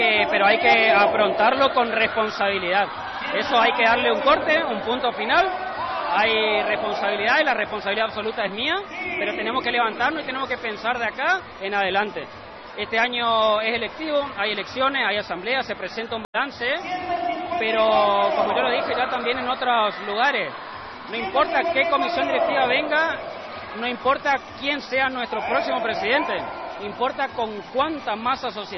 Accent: Chaco, Argentina

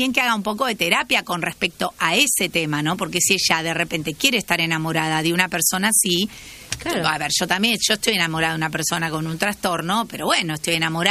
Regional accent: Buenos Aires, Argentina; Sí, tiene como más onda decir, soy de Recoleta, bueno, yo soy de Núñez.

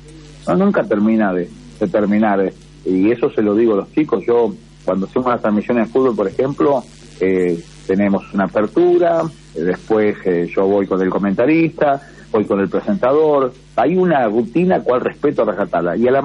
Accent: Santa Fe, Argentina; nosotros los santafesinos nos tragamos la S, fíjate, porque no es tan grave, porque es una parte de nuestro dialecto, nuestra idiosincrasia.

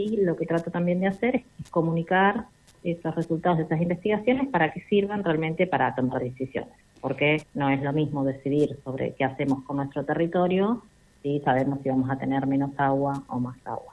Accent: Río Gallegos, Santa Cruz, Argentina; born there; also born or lived in La Pampa; Yo nací en Río Gallegos, viví en Patagónica, después viví muchos años en el campo de mi abuela en La Pampa

